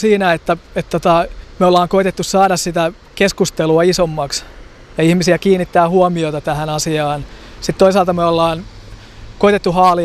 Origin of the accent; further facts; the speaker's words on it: Kangasala, Pirkanmaa, Finland; No niin, eli … ja tulen Kangasalta.